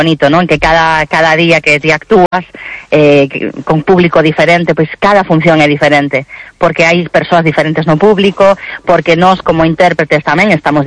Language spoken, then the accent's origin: Galician; Galicia, Spain; nós tamén somos creadoras galegas